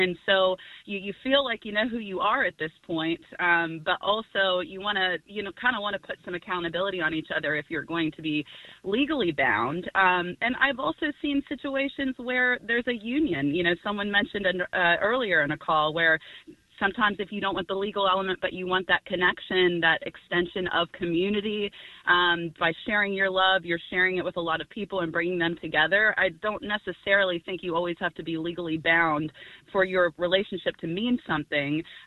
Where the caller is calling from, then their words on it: New York, United States; I'm 42 years old. I've lived here in New York for almost 20 years.